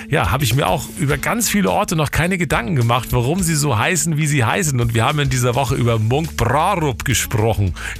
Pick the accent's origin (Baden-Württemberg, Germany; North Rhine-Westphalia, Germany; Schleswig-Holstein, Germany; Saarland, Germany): Schleswig-Holstein, Germany; Husum; Schleswig-Holstein hat ja so viele Ortsnamen. Ich komme ja aus Husum. Hat auch eine interessante Geschichte, der Ort.